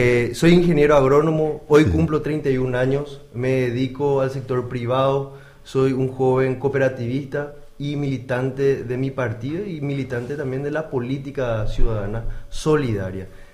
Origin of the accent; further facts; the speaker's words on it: Encarnación, Itapúa, Paraguay; es un joven encarnaceno, nacido, criado y malcriado acá.